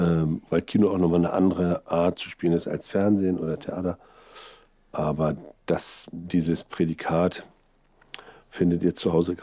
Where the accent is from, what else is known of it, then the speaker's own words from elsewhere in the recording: Mecklenburg-Vorpommern, Germany; Ich komme aus dem Süden von Mecklenburg.